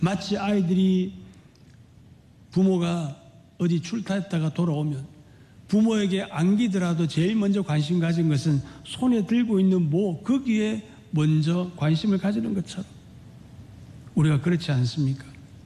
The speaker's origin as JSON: {"language": "Korean", "country": "South Korea"}